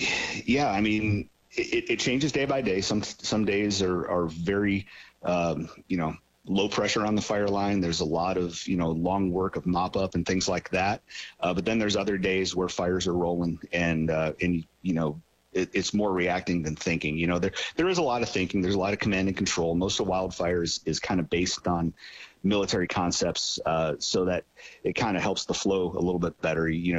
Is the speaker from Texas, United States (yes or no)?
yes; Canadian, Texas, United States; the Smokehouse Creek fire that burned through my hometown of Canadian.